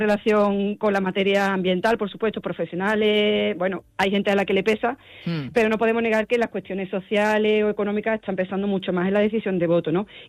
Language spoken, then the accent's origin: Spanish; Andalusia, Spain; nosotros como andaluces, en nuestra comunidad